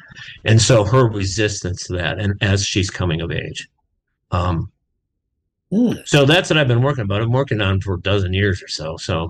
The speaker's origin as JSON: {"language": "English", "town": "Austin", "region": "Minnesota", "country": "United States", "tie": "born or raised there"}